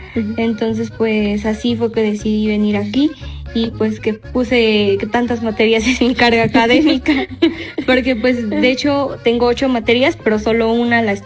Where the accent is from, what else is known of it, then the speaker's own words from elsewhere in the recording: Tlaxcala, Mexico; Pues vengo del estado de Tlaxcala y pues en esta ocasión yo estuve haciendo este proceso de movilidad cursando 7 materias